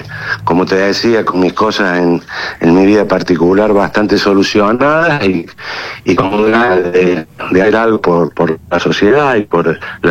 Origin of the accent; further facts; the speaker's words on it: Bell Ville, Córdoba, Argentina; moved away as an adult; now in Sinsacate, Argentina; hace 26 años que estoy viviendo acá en la zona. Yo soy originario del sudeste de Córdoba, de Belville. Soy ingeniero agrónomo y productor agropecuario.